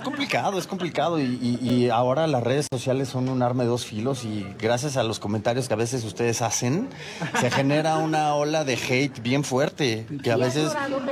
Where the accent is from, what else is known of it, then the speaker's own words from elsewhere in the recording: Mexico; Uniendo fuerzas como mexicanos, que ya el Teletón se ha vuelto una tradición en nuestro país para ayudar a tanta gente que realmente lo necesita.